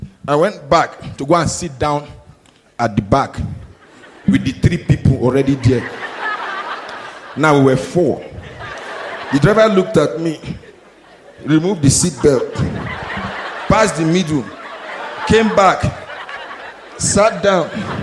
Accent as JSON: {"language": "English", "country": "Nigeria", "said": "I'm Nigerian."}